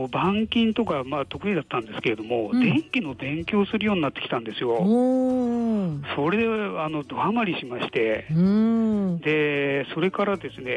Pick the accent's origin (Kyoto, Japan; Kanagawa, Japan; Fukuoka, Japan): Kanagawa, Japan; Yokohama; あ、横浜です。